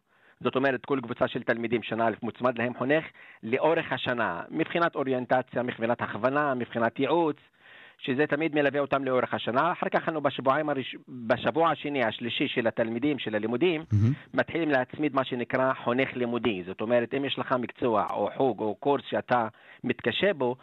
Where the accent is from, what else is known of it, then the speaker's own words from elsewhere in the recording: Arab al-Aramshe, Northern District, Israel; במקור צפונאי מערב אל-עראם של יד הגבול.